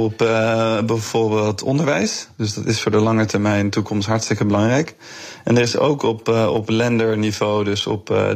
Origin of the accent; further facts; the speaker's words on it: Netherlands; zeker voor ons als Nederlanders